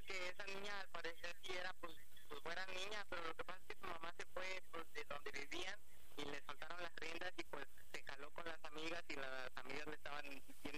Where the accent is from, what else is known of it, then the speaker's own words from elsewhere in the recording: Xalapa, Veracruz, Mexico; llegó una ocasión donde, a pesar de cuenta de que yo soy de Jalapa, pero vine para mi santa.